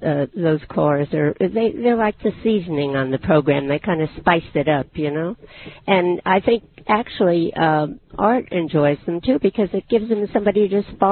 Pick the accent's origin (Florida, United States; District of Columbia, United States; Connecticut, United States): Connecticut, United States; now in Long Island, United States; I'm from Connecticut, and I've only lived in Long Island for a few years